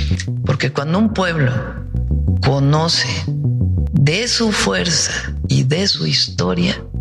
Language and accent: Spanish; Mexico